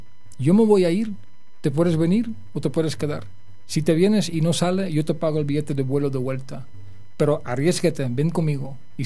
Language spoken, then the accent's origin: Spanish; Spain; now in Netherlands; Yo me crecí en España y en el último año que yo estuve viviendo en España